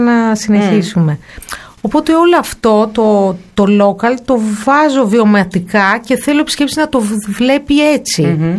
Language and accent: Greek; Peloponnese, Greece